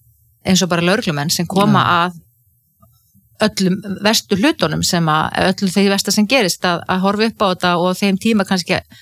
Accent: Ísafjörður, Westfjords, Iceland; moved away; ég alveg upp á Ísafirði

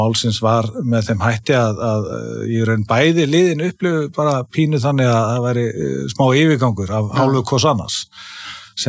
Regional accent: Sandgerði, Southern Peninsula, Iceland; Ég fættur uppalinn hérna á Íslandi og búsettur í Sangeri bara nær allt mitt líf

